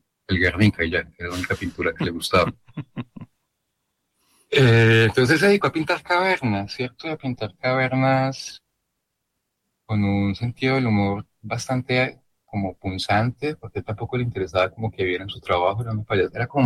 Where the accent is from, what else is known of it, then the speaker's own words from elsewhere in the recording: San Carlos, Antioquia, Colombia; él es del mismo pueblo que yo, de San Carlos, del oriente antioqueño, pues.